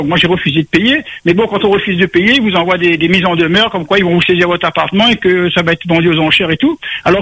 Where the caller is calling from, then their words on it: Saint-Pierre, Réunion; j'habite à Saint-Pierre, dans une résidence, une petite résidence de 10 appartements.